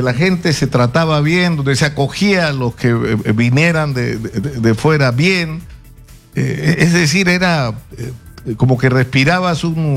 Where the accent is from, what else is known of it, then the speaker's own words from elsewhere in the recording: Lima, Peru; born there; yo cuando era niño viví en Miraflores, viví años, desde los 7, 8 años hasta que me fui de casa de mis padres, muy mocoso